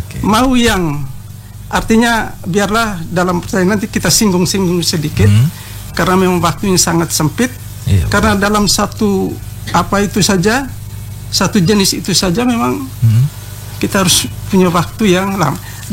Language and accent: Indonesian; Wolotopo, East Nusa Tenggara, Indonesia; Macam kami di Wolotopo, misalnya saya suku Atarobo dengan Sausue dengan Sawatalaki.